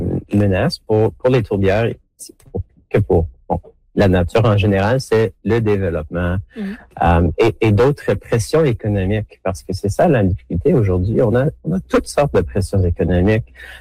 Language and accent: French; Canada; Donc, nous avons cette responsabilité chez nous aussi, ici au Canada, de les protéger.